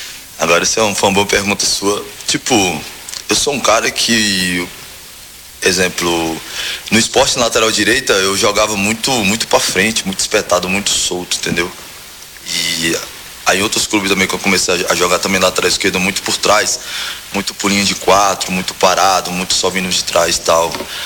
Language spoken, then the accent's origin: Portuguese; Ceará, Brazil; now in Goiânia, Brazil; Da onde eu sou do Ceará, o sol é igual daqui